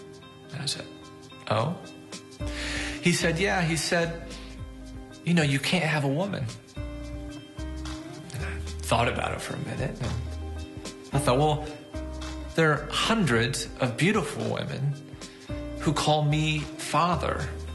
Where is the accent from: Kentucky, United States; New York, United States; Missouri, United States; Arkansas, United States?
Kentucky, United States; Owensboro; I'm originally from Owensboro, and I'm presently a priest at Saints Joseph and Paul in Owensboro, Kentucky.